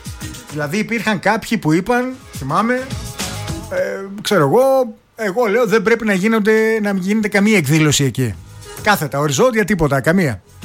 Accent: Greece

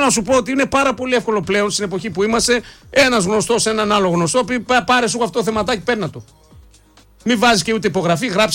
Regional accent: Greece

